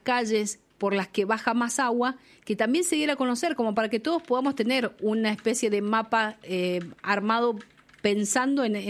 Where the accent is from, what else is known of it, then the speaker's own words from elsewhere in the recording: Mendoza, Argentina; nosotros los mendocinos